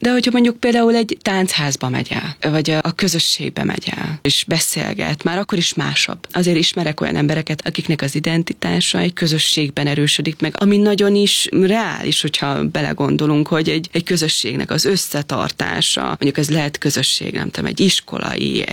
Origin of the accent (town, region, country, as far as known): Hungary